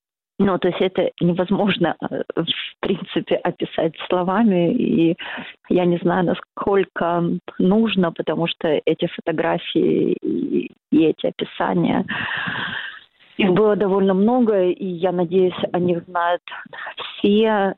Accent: Kyiv, Ukraine; also born or lived in Bucha; Буча — это место моего детства. Я киевлянка, я родилась и выросла в Киеве.

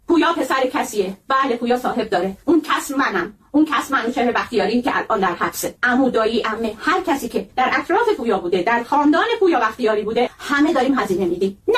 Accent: Iran; ما تو ایرانیم

